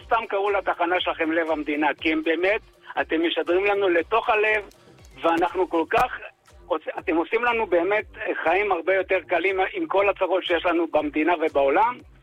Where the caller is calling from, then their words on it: Tel Aviv, Tel Aviv District, Israel; אני מתל אביב